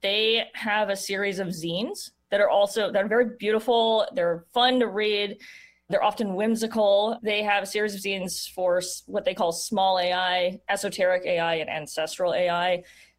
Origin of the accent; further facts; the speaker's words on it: Las Vegas, Nevada, United States; But yeah, I will say I'm from Las Vegas, by the way.